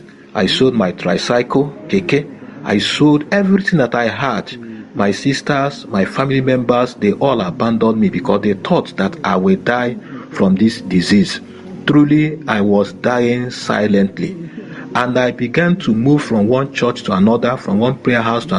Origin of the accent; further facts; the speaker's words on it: Enugu State, Nigeria; I am from Nara Onateze in Enugu East local government area of Enugu State, Nigeria.